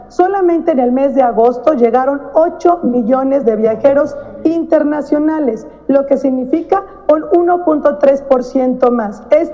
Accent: Mexico; somos las mexicanas y los mexicanos que turisteamos

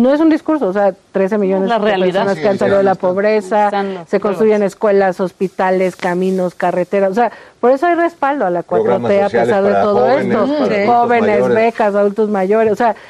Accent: Mexico; como mexicanas y mexicanos

